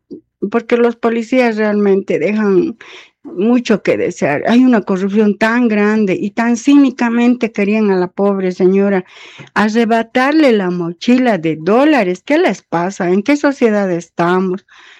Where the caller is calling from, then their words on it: Bolivia; de San Pedro.